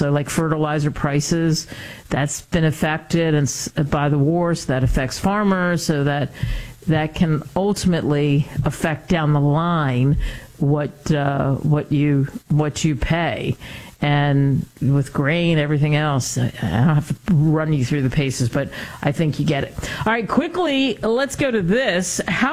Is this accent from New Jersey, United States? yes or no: no; California, United States; I'm born and raised in California. I love it. I can't imagine living anyplace else